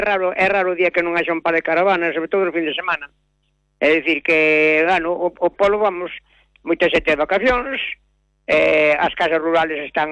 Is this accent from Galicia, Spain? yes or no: yes; Cortegada, Galicia, Spain; Sí, yo soy oriundo de Cortegada. Nací en Cortegada, hace 80 años.